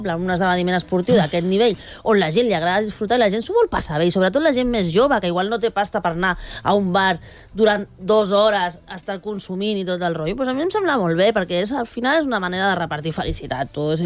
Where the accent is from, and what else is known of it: Catalonia, Spain